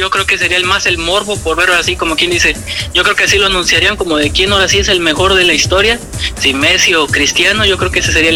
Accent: Mexico

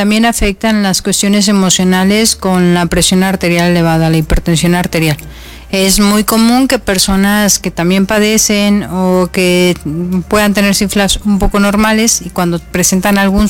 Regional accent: Mexico; seguimos siendo mexicanos y festejamos como buenos mexicanos que somos.

